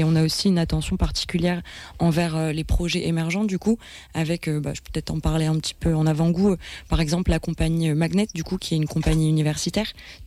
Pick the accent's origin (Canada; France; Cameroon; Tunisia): France; Blairville, Hauts-de-France